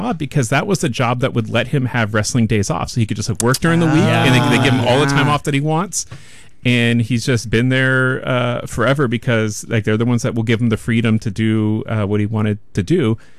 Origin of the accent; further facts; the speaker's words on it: Petaluma, California, United States; as a boy growing up in Petaluma